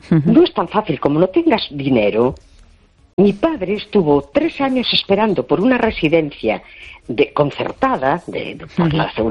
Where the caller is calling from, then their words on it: A Coruña, Galicia, Spain; Hola, buenas noches … de La Coruña.